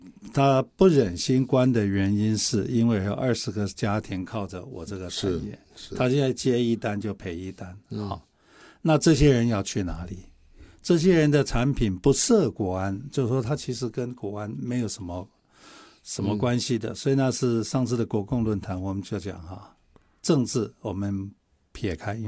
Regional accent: Taiwan; 我们的农业我们台湾人非常骄傲，

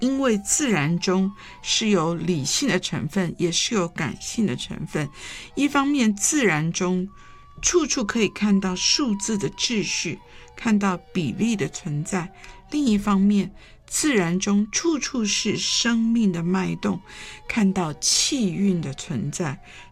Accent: China; 我们中国人

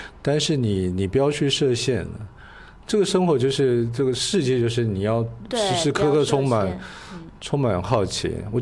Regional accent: Taiwan; moved away as an adult; now in Shanghai, China; 我是台湾人

